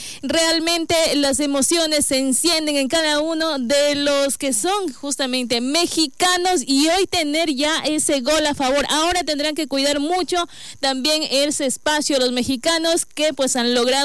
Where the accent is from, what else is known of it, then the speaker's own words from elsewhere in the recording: Ecuador; nosotros como ecuatorianos también estaremos pendientes